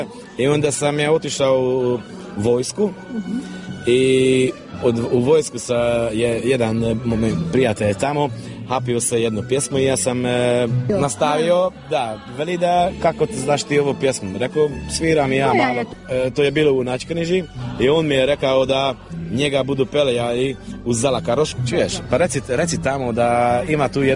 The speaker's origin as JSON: {"language": "Croatian", "country": "Serbia", "moved": "yes", "said": "Ja sam otišao iz Srbija već 16 godina i već ne, ne toliko."}